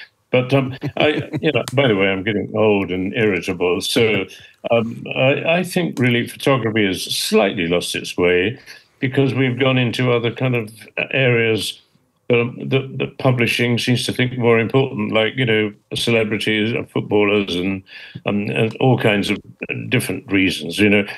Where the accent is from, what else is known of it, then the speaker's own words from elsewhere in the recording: England, United Kingdom; I've always been proud of being English, and I wanted to do something and, stand out as an Englishman.